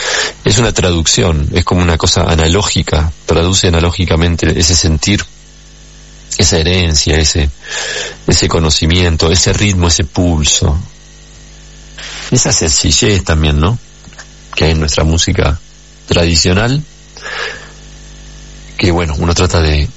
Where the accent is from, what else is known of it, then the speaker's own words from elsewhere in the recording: Argentina; moved away; me hace más leve la pena de estar lejos de mi tierra amada, de mi Argentina, siempre con el deseo y el sueño de regresar